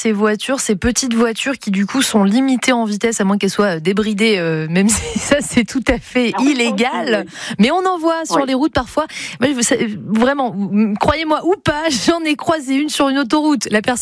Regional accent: Brittany, France; chez nous en Bretagne

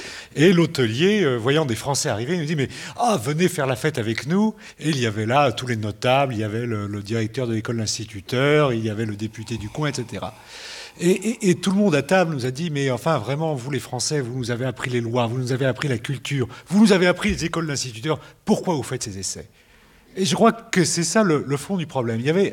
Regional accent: France; en tant que Français

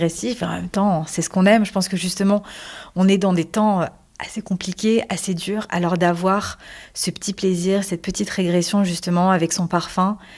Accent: Paris, Île-de-France, France; j'ai 26 ans. Je suis née à Paris, j'ai grandi à Paris et je travaille aujourd'hui à Paris.

